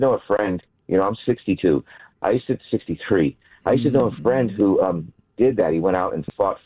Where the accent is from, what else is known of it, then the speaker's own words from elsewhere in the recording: Hawaii, United States; In Hawaii, I grew up in Hawaii.